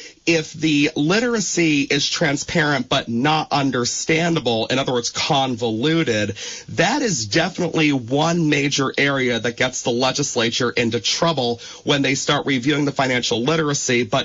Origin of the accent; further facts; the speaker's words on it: Rutland, Vermont, United States; My very first one was recorded at Peg TV of Rutland City, of all places, my actual my hometown of Rutland County.